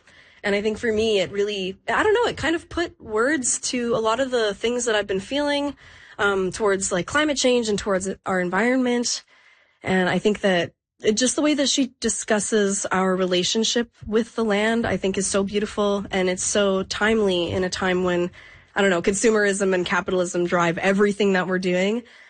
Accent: Edmonton, Alberta, Canada; also born or lived in Fort McMurray; multidisciplinary artist from Edmonton, Alberta. I was born in Fort McMurray and now reside in the Treaty 6 region.

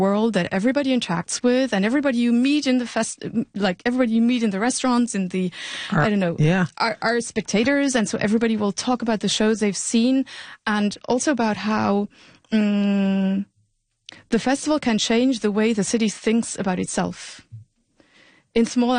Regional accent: Luxembourg City, Luxembourg; moved away; I'm from Luxembourg City.

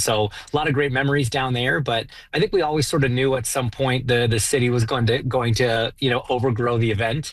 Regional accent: Markham, Ontario, Canada; So for me personally, I was born and raised in Markham. So we've come even closer to my backyard

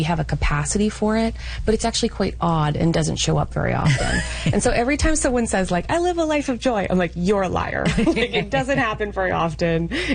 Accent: Canada; now in North Carolina, United States

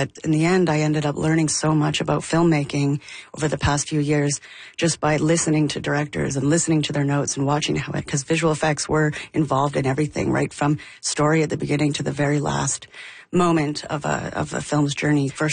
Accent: Jasper, Alberta, Canada; born there; And I grew up half in Jasper

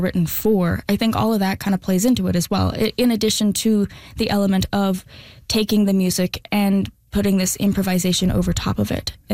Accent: Calgary, Alberta, Canada; I grew up in Calgary

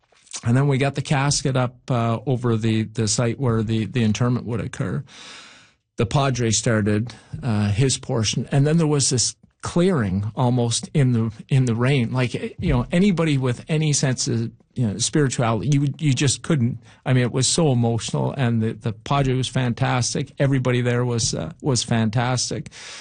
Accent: Newfoundland and Labrador, Canada; And the chief of defense staff at the time knew I was from Newfoundland and had other obligations, for a whole bunch of other reasons.

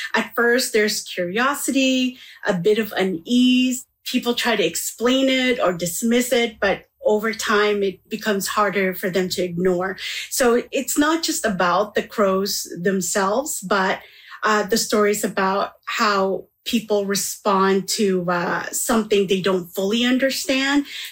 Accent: Manitoba, Canada; born or raised there

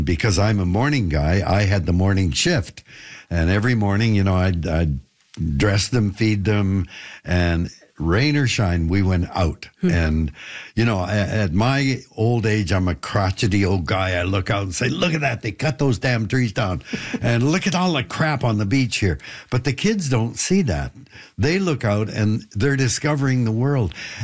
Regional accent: Canada; when we're born in Canada

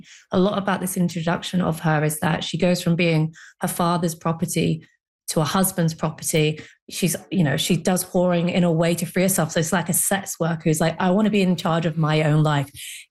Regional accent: Ireland; I'm Irish.

